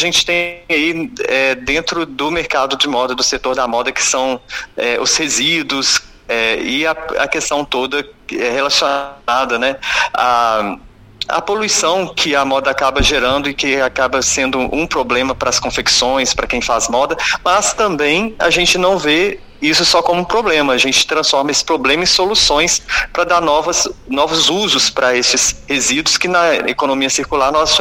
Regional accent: Belo Horizonte, Minas Gerais, Brazil; sou de Belo Horizonte

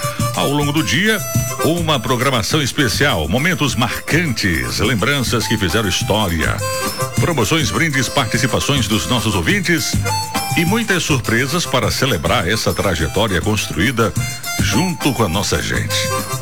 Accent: Pombal, Paraíba, Brazil; Alô, Pombal, minha terra amada, minha terra querida

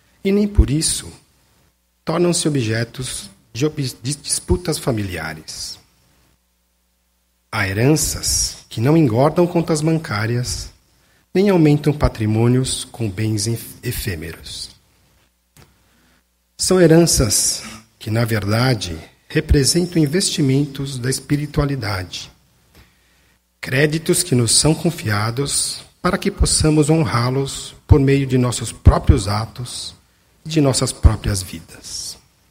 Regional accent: São Paulo, Brazil; accent: paulista; meu sotaque é paulista, eu sou japonês, mas

